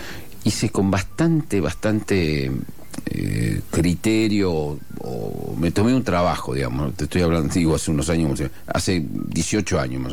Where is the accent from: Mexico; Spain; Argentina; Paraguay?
Argentina; Después lo conseguí de hecho porque soy argentino, porque no tenía que hacer gran esfuerzo, pero sí, había vivido como en un mundo, en una... Yo pertenezco a esa comunidad española que tenía sus ritos